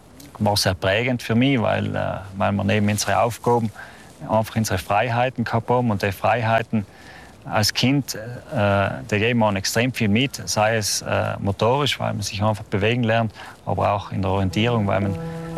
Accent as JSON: {"language": "German", "region": "Trentino-Alto Adige", "country": "Italy", "tie": "born or raised there", "said": "Ich bin in den Saarenthaler Alpen aufgewachsen, um genau zu sein, auf der Flanderer Albe."}